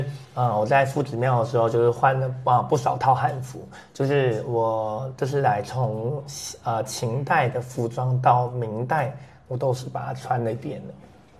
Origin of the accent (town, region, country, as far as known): Taiwan